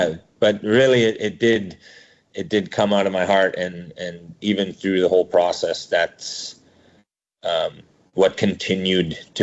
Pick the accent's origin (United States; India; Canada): Canada; Peguis First Nation, Manitoba; You know, I grew up in Pecos First Nation, but I came to the city often